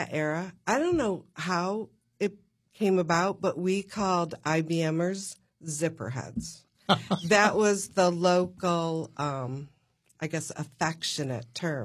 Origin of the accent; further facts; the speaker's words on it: Endicott, New York, United States; I grew up in the birthplace of IBM.